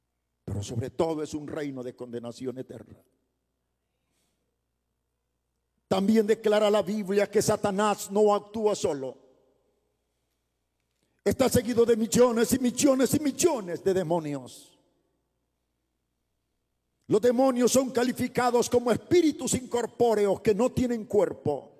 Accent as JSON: {"language": "Spanish", "town": "Ciudad Barrios", "region": "San Miguel", "country": "El Salvador", "tie": "born there", "said": "Nací en Ciudad Barrios, en la zona oriental de El Salvador."}